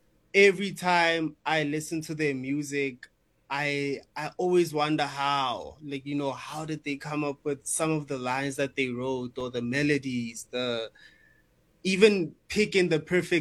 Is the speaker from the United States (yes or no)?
no; Bethlehem, Free State, South Africa; now in Johannesburg, South Africa; So I came from Bethlehem, like in the Free State, and I had recently just moved to Joburg.